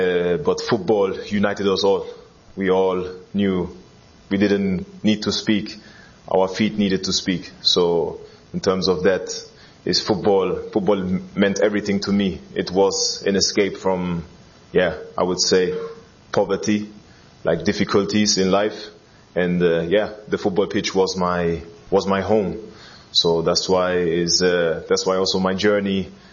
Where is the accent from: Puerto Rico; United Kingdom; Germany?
Germany; Berlin; English is a second language; And yeah, like I was born and raised in Berlin, grew up in Neukölln, so-called ghetto in Germany that time.